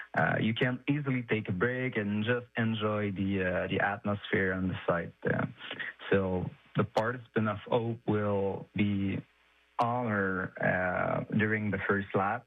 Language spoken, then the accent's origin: English; Victoriaville, Quebec, Canada; the finish line was Victoriaville, my hometown